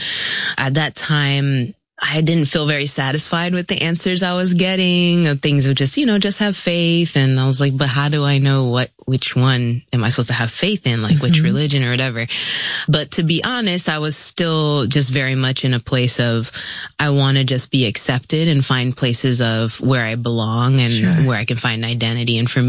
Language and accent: English; Orlando, Florida, United States; also born or lived in Philippines; I was born in the Philippines, like I said, but raised here in Orlando, not too far from here.